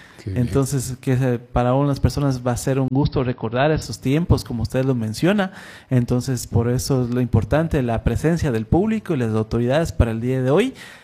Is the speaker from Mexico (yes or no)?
no; Ecuador; para nosotros como ecuatorianos